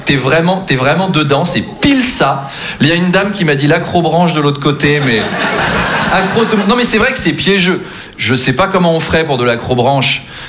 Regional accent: Versailles, Île-de-France, France; Moi, j'ai grandi à Versailles, hein, très très catholique comme environnement.

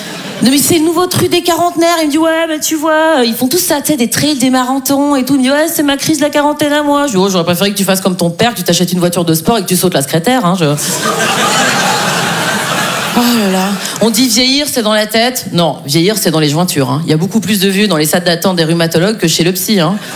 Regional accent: Switzerland; pour moi, c'est un effort énorme de dire 90, parce que je suis suisse. Donc en vrai, je dis 90.

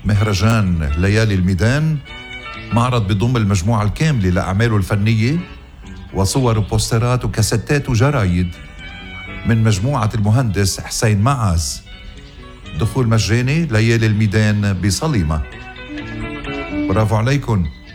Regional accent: Lebanon

